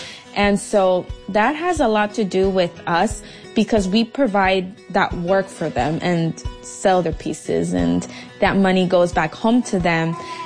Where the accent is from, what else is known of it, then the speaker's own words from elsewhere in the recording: Bellflower, California, United States; I am from Bellflower, California.